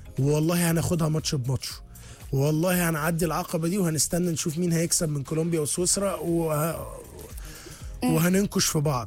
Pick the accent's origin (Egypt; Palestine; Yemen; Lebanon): Egypt; احنا برضو مشجعين ومصريين ودمنا حامي